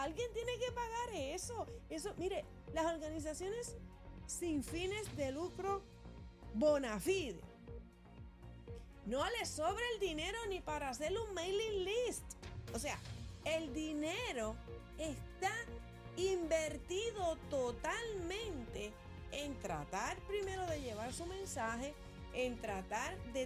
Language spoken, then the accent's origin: Spanish; Patillas, Puerto Rico; En mi pueblo, Patillas, dice, hay un dicho que dice que con lo que a mí nada me cuesta, yo hago fiesta.